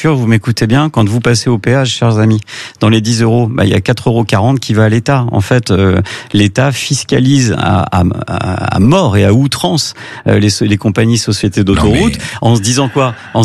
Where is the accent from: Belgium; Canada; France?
France; en tant que Français